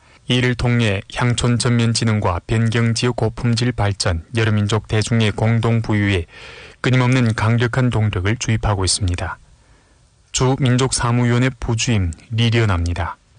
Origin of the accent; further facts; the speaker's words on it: Yanji, Jilin, China; 제가 연길에 돌아와 창업하려는 생각은 간단합니다. 저는 연길 사람이고